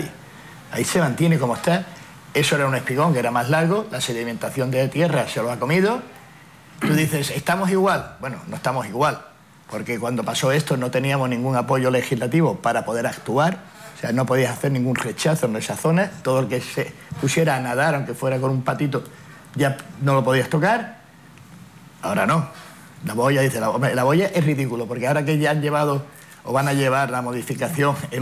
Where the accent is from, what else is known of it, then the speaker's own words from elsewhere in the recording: Ceuta, Spain; los perjudicados seguimos siendo la gente de Ceuta.